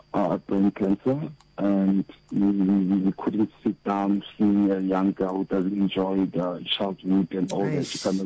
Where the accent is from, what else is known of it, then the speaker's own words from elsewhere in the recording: Pretoria, Gauteng, South Africa; I'm from Pretoria. Come on now. Yes … I'm from Pretoria.